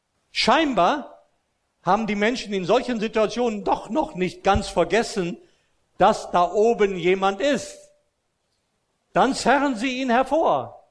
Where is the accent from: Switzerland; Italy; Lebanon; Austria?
Austria; Ich bin ja in Österreich groß geworden, als römisch-katholis